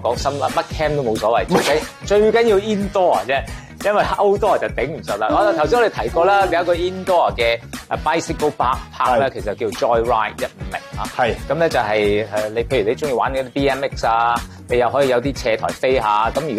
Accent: Hong Kong; 我喺香港長大

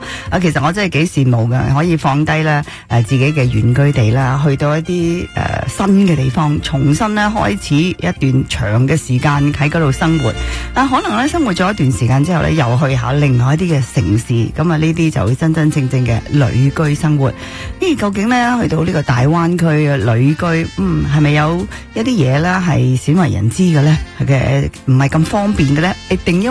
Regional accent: Canada

